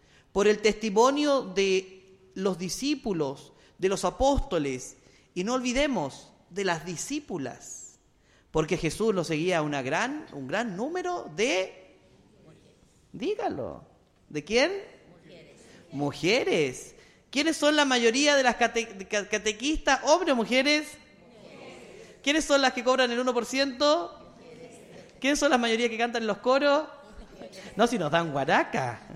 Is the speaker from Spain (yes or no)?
no; Andacollo, Coquimbo, Chile; moved away as an adult; also born or lived in Limache; now in Cabildo, Chile; Soy sacerdote andacollino.